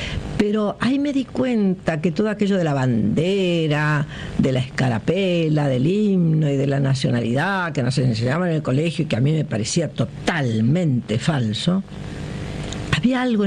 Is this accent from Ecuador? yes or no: no; Argentina; moved away as an adult; now in Madrid, Spain; tuve que nacionalizarme española. Fue un salto muy fuerte. Tuve que jurar delante de un juez con un abogado de por medio que renunciaba a la nacionalidad argentina